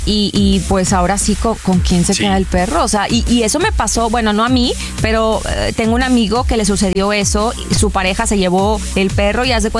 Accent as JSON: {"language": "Spanish", "country": "Mexico", "said": "aquellos que somos mexicanos"}